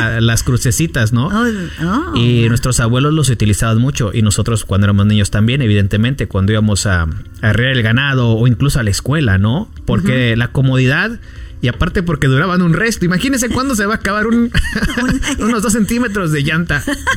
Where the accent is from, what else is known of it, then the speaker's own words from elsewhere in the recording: Guanajuato, Mexico; moved away; en la región que somos de Guanajuato